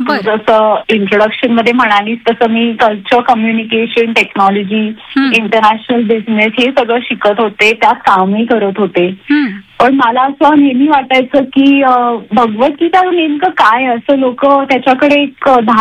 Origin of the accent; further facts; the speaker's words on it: Maharashtra, India; first language Marathi; मग मला लक्षात आलं की नाही मी महाराष्ट्रीयन आहे आणि मराठी ही माझी मातृभाषा आहे त्यामुळे मी मराठीतही व्हिडिओज केले.